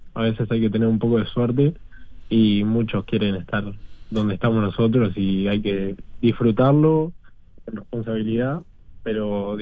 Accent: Montevideo, Uruguay; born there; now in Barros Blancos, Uruguay; Pero nací en Malvin Norte.

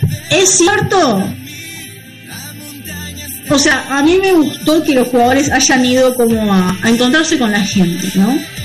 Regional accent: Uruguay; y como uruguayos nos ha pasado en su momento

